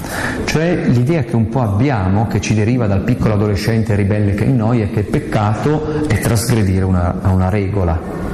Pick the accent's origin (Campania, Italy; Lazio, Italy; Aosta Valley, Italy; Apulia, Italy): Aosta Valley, Italy; qualche giorno fa dalle mie parti, purtroppo io ero a Spoleto, si è celebrato il patrono di San Bernardo di Aosta.